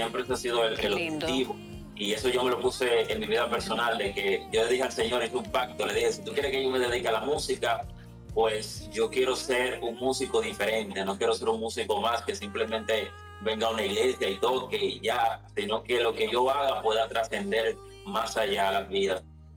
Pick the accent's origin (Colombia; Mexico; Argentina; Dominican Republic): Dominican Republic; nosotros, gracias a Dios, nacimos en el Evangelio. Estamos, como decimos aquí en Dominicana, bregando con música desde pequeño.